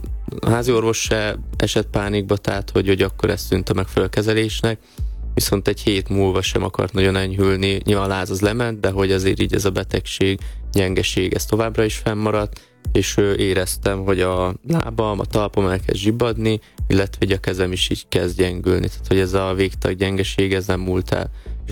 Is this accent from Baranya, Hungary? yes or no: yes; Nagyváty, Baranya, Hungary; born there; apukám maradt otthon a bátyámmal, ugye Pécs mellett, nagyvátyon, ugye szülőfalumba